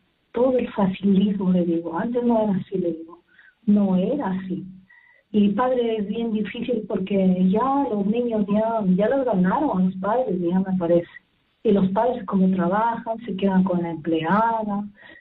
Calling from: Trujillo, La Libertad, Peru; de Trujillo, estoy llamando

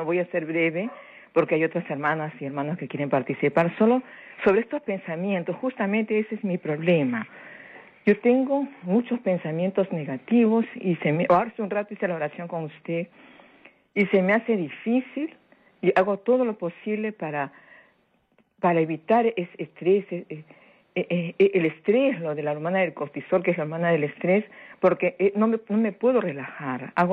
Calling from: Lima, Peru; Le saluda … desde San Martín de Porres.

